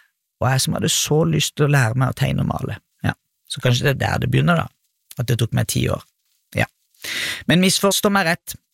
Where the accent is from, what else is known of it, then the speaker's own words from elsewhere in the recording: Kristiansand, Agder, Norway; also born or lived in Trondheim; Jeg vokste opp på Søm, i Kristiansand. Og når jeg sier Søm, så mener jeg hele Søm. Det er et lite sted over Varoboet. Jeg bodde overalt på Søm. 10 plasser faktisk.